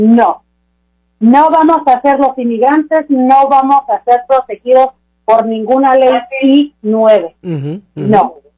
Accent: Mexico; now in Washington, United States; soy mexicana a mucho orgullo.

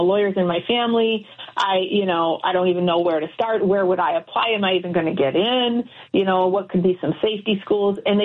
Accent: Twin Cities, Minnesota, United States; the other reality of growing up in the Twin Cities in that time was, you know, both St. Paul and Minneapolis have their own culture, but overall, it's a very small, close-knit community with people who really are invested

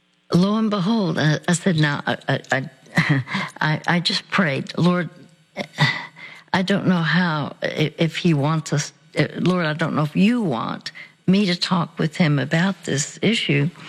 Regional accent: Dallas, Texas, United States; and they would come to Dallas. I'm from Dallas.

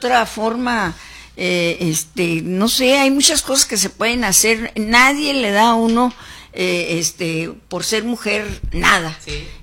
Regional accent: Loma Linda, Baja California, Mexico; Y entonces, pero de ahí soy, de Loma Linda.

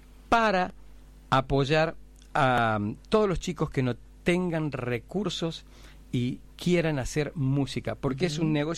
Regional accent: Córdoba, Argentina; siendo cordobesa, teniendo... nadie nunca nos llamó y nos dijo, o nos hizo una nota en un diario, supongo.

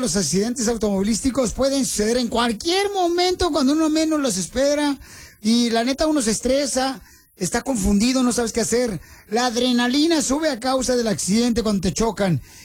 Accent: Mexico; Señor, señora, si soy mexicana y cuando me mandan a la tienda, se me olvida que me encargaron.

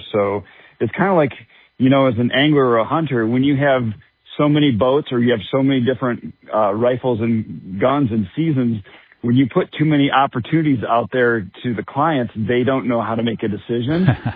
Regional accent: Grand Rapids, Michigan, United States; You know, Dad and Grandpa, growing up in West Michigan, Grand Rapids, it's just, you get that taste of it when you're 8 or 9 years old

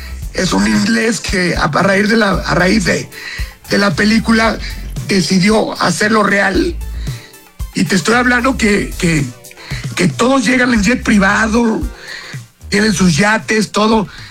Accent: Mexico; los mexicanos, el Juca, Fercho, yo, los que más desmadre echamos, fuimos los mexicanos.

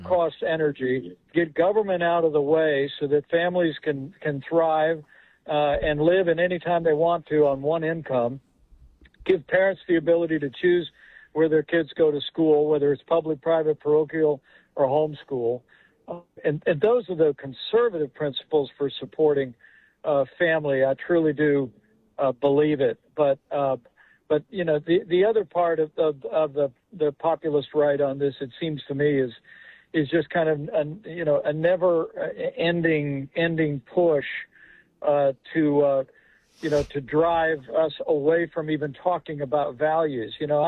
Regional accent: Indiana, United States; including my home state of Indiana, that have essentially banned abortion

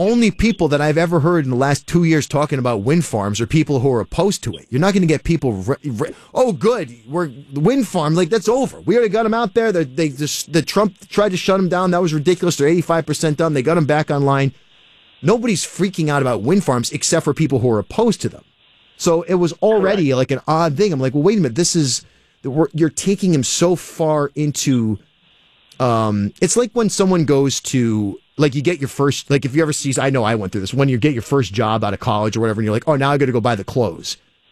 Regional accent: Cumberland, Rhode Island, United States; I'm from Cumberland. I was a mayor there.

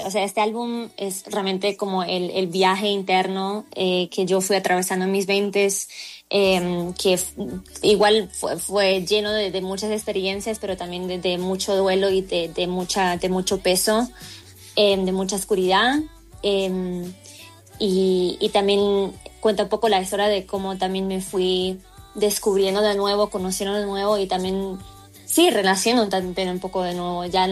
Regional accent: Colombia; also born or lived in Germany; yo soy colomba alemana, mi papá es colombiano, mi mamá alemana

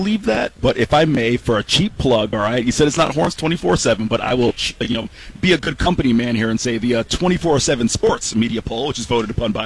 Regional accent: Florida, United States; It's great to be back here in the Sunshine State. Certainly great to be in my hometown.

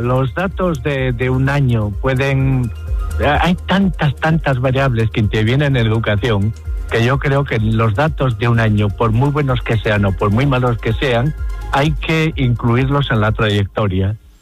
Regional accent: Navarre, Spain; Navarro catalán. Yo soy navarro. Y otra cosa es que mis hijos sean catalanes y mis nietos, para mi dolor, en vez de ser de los Asuna, son del Barça.

